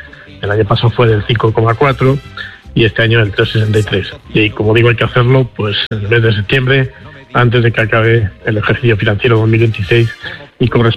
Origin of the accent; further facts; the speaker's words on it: Castile and León, Spain; uno de mi zona, del Cerrato, teniendo en cuenta que esta semana es la semana del eclipse. En mi pueblo, en Cerico de la Torre